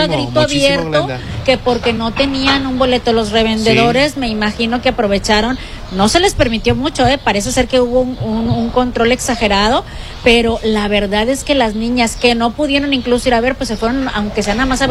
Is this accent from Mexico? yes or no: yes; Sinaloa, Mexico; Sobre todo los que somos sinaloenses, sí.